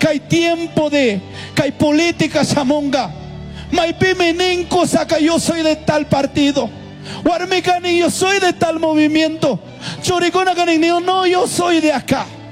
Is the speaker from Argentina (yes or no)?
no; Colombia